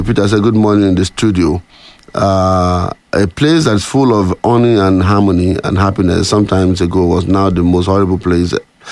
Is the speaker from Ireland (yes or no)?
no; Nigeria; We have this kind of positive illusion of policies as a Nigerian and public analyst.